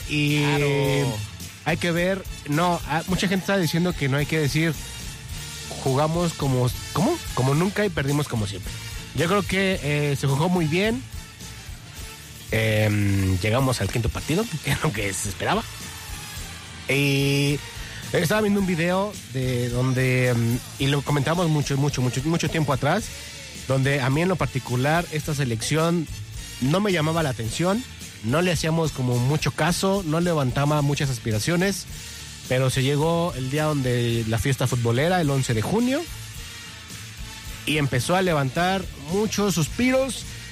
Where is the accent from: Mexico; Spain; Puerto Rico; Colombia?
Mexico; nosotros también como mexicanos